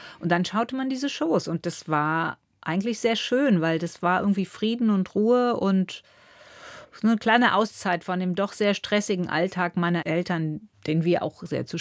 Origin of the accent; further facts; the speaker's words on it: Cologne, North Rhine-Westphalia, Germany; Und die Drogerie war in Köln, Köln-Bickendorf. Wir sind schon in der Großstadt aufgewachsen, aber das sind ja immer diese wunderbaren Ambivalenzen, weil im Grunde genommen war es bei uns wie auf dem Dorf.